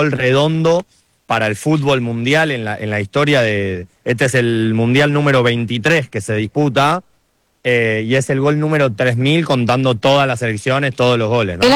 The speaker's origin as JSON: {"language": "Spanish", "country": "Argentina", "said": "creo que como argentino"}